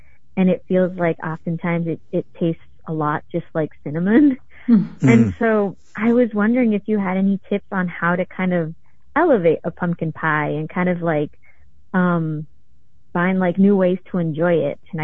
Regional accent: Venezuela; English is a second language; now in United States; So I'm from Venezuela, and in Venezuela, we don't have four seasons, right? So when I came to the U.S.

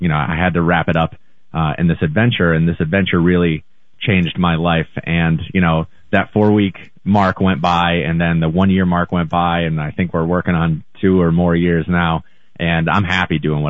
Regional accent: Connecticut, United States; moved away as an adult; I grew up in Connecticut, moved to New York City, and at first I loved it.

